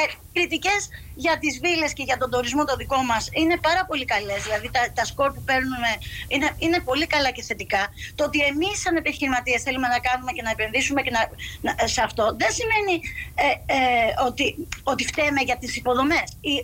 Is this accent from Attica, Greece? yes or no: no; Zakynthos, Ionian Islands, Greece; επειδή είμαστε όλοι από τη Ζακύνθου